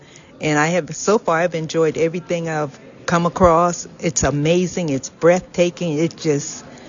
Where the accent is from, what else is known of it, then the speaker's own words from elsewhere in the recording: Covington, Georgia, United States; I'm from Covington, Georgia, and I'm with the Amazing Grace Girl Trek Team Tour Group.